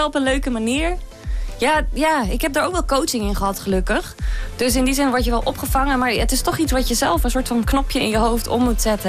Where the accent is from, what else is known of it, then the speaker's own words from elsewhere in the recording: Drenthe, Netherlands; now in Groningen, Netherlands; Ik ben opgegroeid in Drenthe.